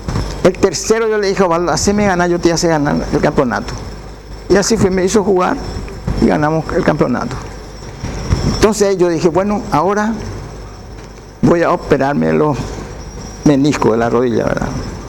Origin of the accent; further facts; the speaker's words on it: Paraguay; yo todavía no sabía que era paraguayo